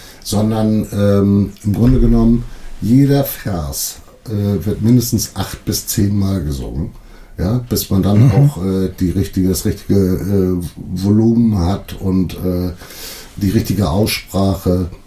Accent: Fehmarn, Schleswig-Holstein, Germany; Ich bin auf Fehmarn aufgewachsen, richtig, genau.

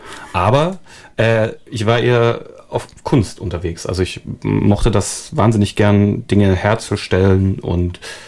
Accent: Saxony, Germany; moved away as an adult; also born or lived in Leipzig; now in Northern Germany; ich habe in Leipzig studiert und komme aus der Nähe von Dresden, beziehungsweise zwischen Dresden und Bautzen.

